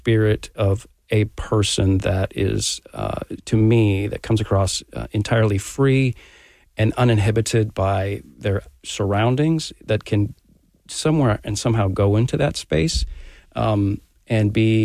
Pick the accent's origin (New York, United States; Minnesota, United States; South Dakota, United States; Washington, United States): Minnesota, United States; We had rooms next to each other growing up in Minnesota.